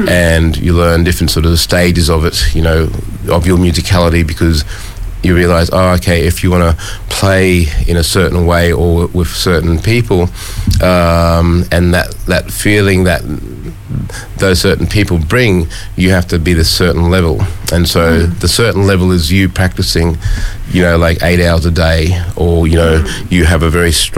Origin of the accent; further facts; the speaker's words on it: Mount Isa, Queensland, Australia; moved away; growing up on Kalkadunga country in far northwestern Queensland